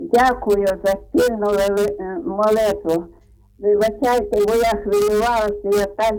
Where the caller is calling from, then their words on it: Kosiv district, Ivano-Frankivsk Oblast, Ukraine; Я з Івано-Франківської області, з Косівського району.